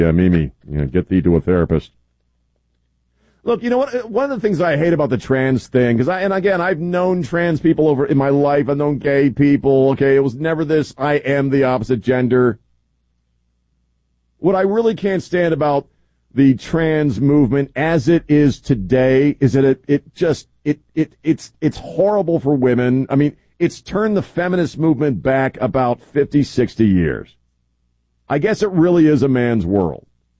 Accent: Baltimore, Maryland, United States; I like watching baseball, you know, but that's mostly because I grew up around the Baltimore Orioles and my family was all into baseball.

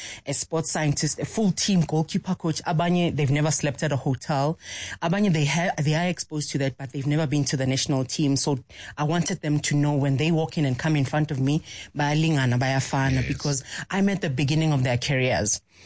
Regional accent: Alexandra, Gauteng, South Africa; born or raised there

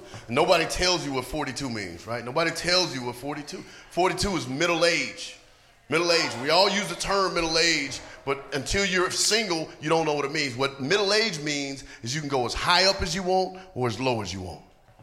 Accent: North Carolina, United States; also born or lived in Atlanta, United States; But I'm from the South. I'm from Atlanta, went to school in North, or from North Carolina, went to school in Atlanta.

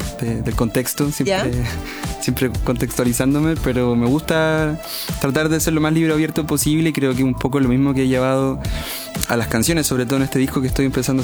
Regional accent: Santiago, Santiago Metropolitan Region, Chile; siendo santiaguino, siendo ¿ya? chileno.

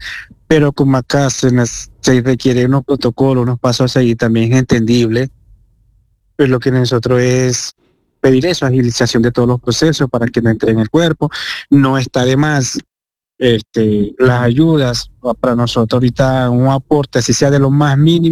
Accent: Venezuela; now in Colombia; Sí, nosotros somos oriundos de Venezuela.

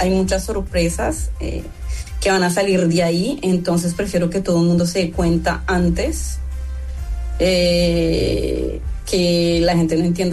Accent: Colombia; moved away

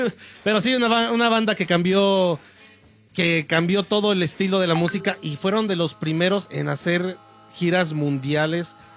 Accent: Mexico City, Mexico; Sí, soy chilango, pero a veces no quiero responder porque te pueden censurar.

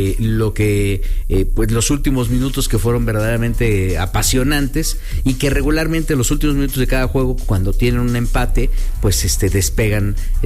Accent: Mexico; Hay que seguir con esta buena vibra como mexicanos, ¿no?

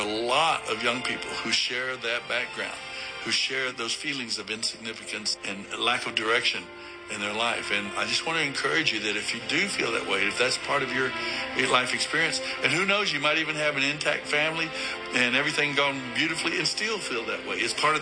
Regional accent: New Mexico, United States; I'm Native American, full-blooded Apache, Mescalero Apache from the reservation down in southern New Mexico.

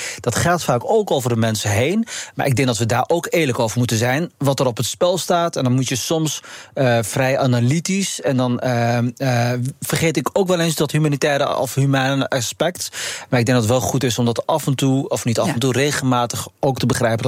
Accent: Arnhem, Gelderland, Netherlands; ik kom toevallig oorspronkelijk uit Arnhem, dat ineens raketten over mijn hoofd heen vliegen in de wijk Prezenkaven of Klarendal.

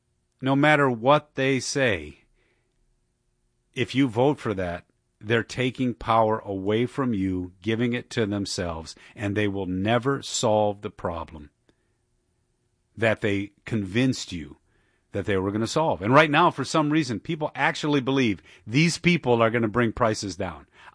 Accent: Dearborn, Michigan, United States; my hometown of Dearborn

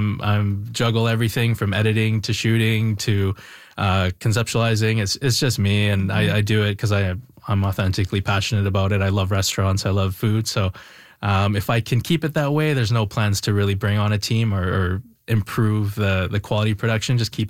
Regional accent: Vancouver, British Columbia, Canada; Again, I'm from Vancouver, so I come from a wide range of culinary, different types of experiences in Vancouver.

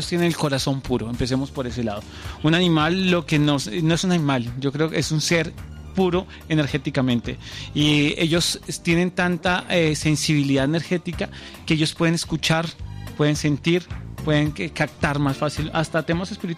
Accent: Armenia, Quindío, Colombia; Yo soy de Armenia y tengo familia en Cali, tengo muchos conocidos en varias ciudades

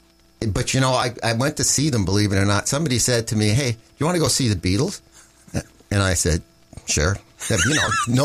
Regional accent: Scarborough, Ontario, Canada; And you know, I grew up in Scarborough. And I mention that because, you know, there was a lot of music in our house

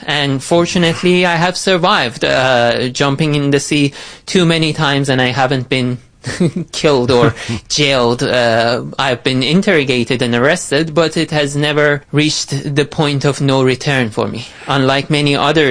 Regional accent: Iran; I was born and raised in the country in 1990.

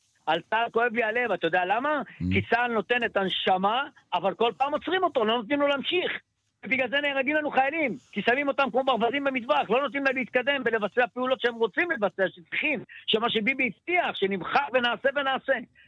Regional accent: Kiryat Shmona, Northern District, Israel; אני נולדתי פה, אני בן 58, ואני גדלתי על קטיושות, וגדלתי על חדירות של פתח ועל מה לא.

